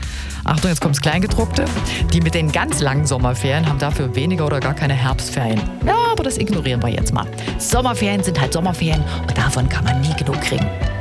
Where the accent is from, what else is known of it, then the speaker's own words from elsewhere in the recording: East Germany, Germany; Ich bin im Osten groß geworden